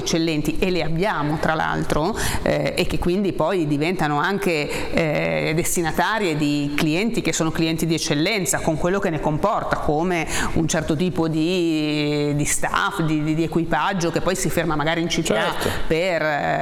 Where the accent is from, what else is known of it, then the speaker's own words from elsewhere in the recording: Genoa, Liguria, Italy; Noi siamo genovesi, insomma, nel periodo del salone